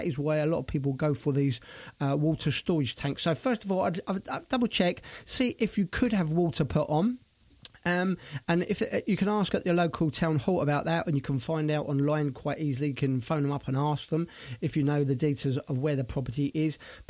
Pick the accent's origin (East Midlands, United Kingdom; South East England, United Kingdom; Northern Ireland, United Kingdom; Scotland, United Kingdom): South East England, United Kingdom; Brighton; now in Spain; my hometown of Brighton.